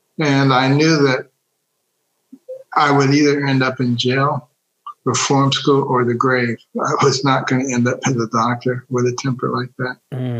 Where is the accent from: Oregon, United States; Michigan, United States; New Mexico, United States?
Michigan, United States; Detroit; also born or lived in Ann Arbor / Baltimore; Well, I grew up in Detroit, a very liberal city, medical school in Ann Arbor, a very liberal city, and then to internship residency in Baltimore, a very liberal city.